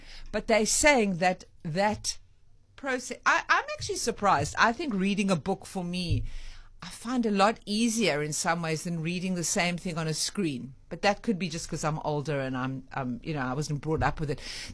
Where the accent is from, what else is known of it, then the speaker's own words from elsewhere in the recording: Cape Town, Western Cape, South Africa; I grew up in the Seapoint area. It was a very surfy community.